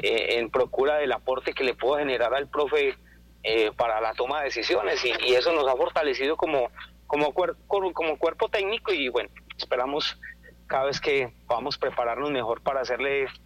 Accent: La Virginia, Risaralda, Colombia; born there; moved away; mi pueblo cada vez más bonito.

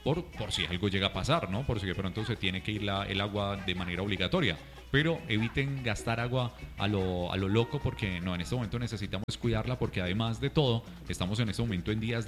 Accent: Pereira, Risaralda, Colombia; así somos, pereiranos, sentimos nuestra ciudad, sentimos nuestra región

